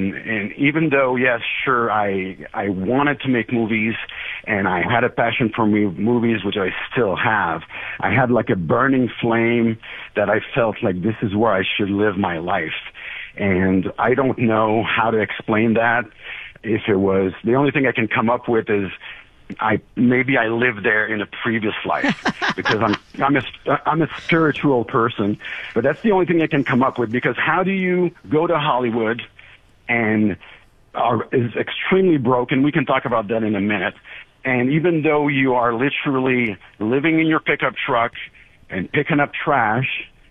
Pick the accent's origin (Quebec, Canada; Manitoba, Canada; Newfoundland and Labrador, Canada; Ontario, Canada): Quebec, Canada; Quebec City; English is a second language; Yeah, so I grew up in Quebec City, which in a city called Charlebourg. So that's another challenge that I had, which was I didn't speak English that well.